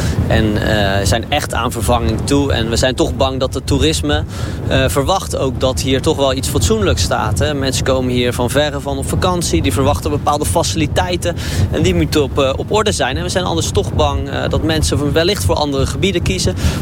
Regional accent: Netherlands; Nou, ik denk zeker als Nederlanders en als Brouwersdam, Kablasbank zijn we erg welkomhetend.

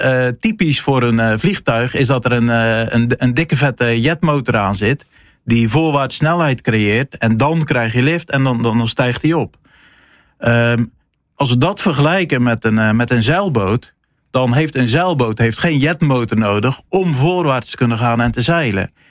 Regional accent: Netherlands

